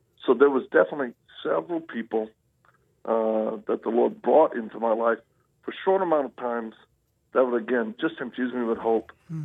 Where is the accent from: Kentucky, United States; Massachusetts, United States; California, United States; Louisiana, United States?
Louisiana, United States; also born or lived in Mississippi / Texas; Well, I'm a Southern boy. I was born in Louisiana and spent a lot of time on the bayous. And then, you know, we moved around a lot. So we spent time in three main states, Louisiana, Mississippi, and Texas.